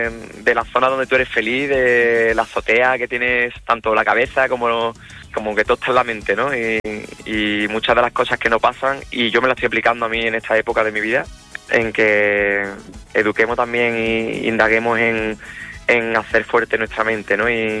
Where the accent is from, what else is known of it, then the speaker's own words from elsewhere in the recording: Huelva, Andalusia, Spain; now in El Palmar, Cádiz, Spain; Voy a mi tierra, a mi Huelva, que la amo. Paimogo, que es un pueblo maravilloso